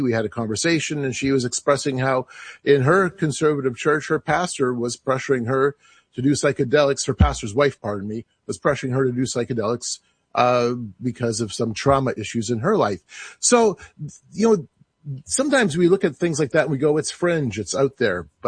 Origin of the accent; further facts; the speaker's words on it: Canada; I can look at my own country, Canada. I'm from Canada, and I can see all kinds of problems and concerns within the Christian community here as well.